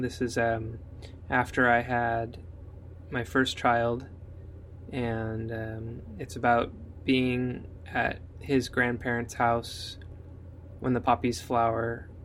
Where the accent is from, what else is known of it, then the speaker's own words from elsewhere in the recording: Everett, Washington, United States; moved away as an adult; now in Port Townsend, United States; I moved to Port Townsend from my hometown of Everett